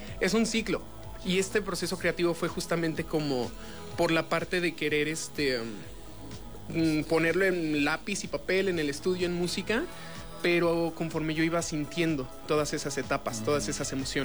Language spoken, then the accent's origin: Spanish; León, Guanajuato, Mexico; Soy de aquí de León, llevo aquí panza verde toda la vida.